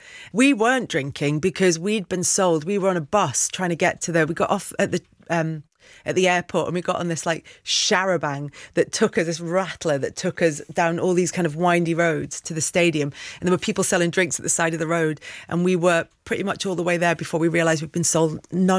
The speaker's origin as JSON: {"language": "English", "region": "North West England", "country": "United Kingdom", "tie": "born or raised there", "said": "So, growing up near Liverpool and growing up with friends from Liverpool"}